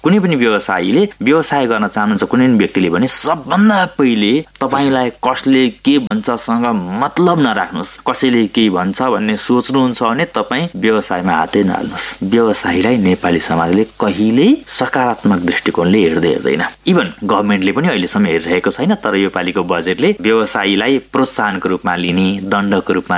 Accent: Tokla, Assam, India; म टोक्ला चिया बगानको छेउमा घर भएको व्यक्ति हुँ, म त्यहीँ जन्मिएको हुँ, त्यहीँ हुर्किएको हुँ।

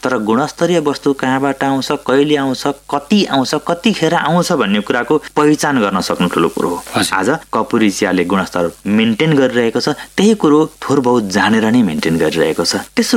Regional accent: Tokla, Assam, India; म टोक्ला चिया बगानको छेउमा घर भएको व्यक्ति हुँ, म त्यहीँ जन्मिएको हुँ, त्यहीँ हुर्किएको हुँ।

